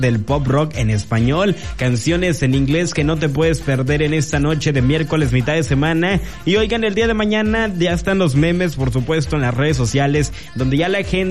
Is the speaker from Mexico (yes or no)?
yes; Mexico; ahora sí que somos mexicanos hasta el tope.